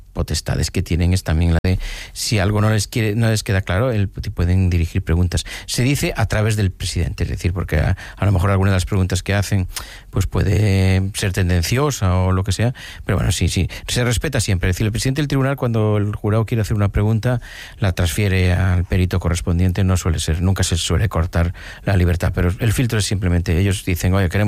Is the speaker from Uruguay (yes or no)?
no; Galicia, Spain